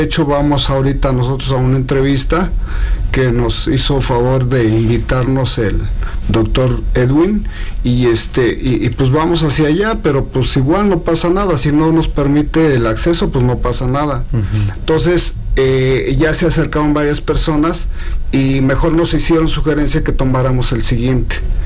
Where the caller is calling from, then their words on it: Toluca, State of Mexico, Mexico; nosotros somos del Estado de México, de Toluca, uh-huh. en un pobladito que se llama San Pablo Utopan, sí. Estado de México.